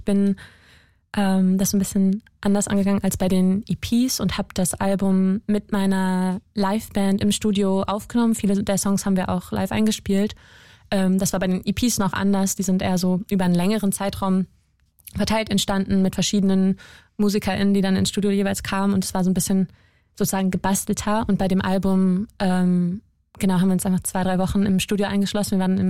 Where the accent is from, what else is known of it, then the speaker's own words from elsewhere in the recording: Lower Saxony, Germany; moved away as an adult; now in Hamburg, Germany; Ursprünglich komme ich aus der Nähe von Hannover.